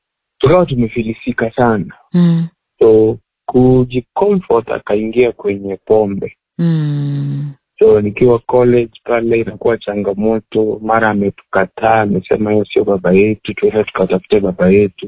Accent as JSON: {"language": "Swahili", "town": "Kisii", "region": "Kisii County", "country": "Kenya", "tie": "born there", "said": "Ila mimi nimezaliwa pale Kisii. Nimezaliwa Kisii, lakini sikuzaliwa kwa familia ambayo inamjua Mungu."}